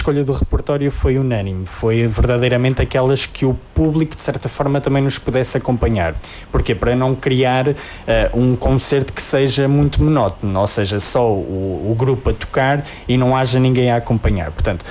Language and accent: Portuguese; Arganil, Centro, Portugal; somos mesmo oriundos da vila de Erganil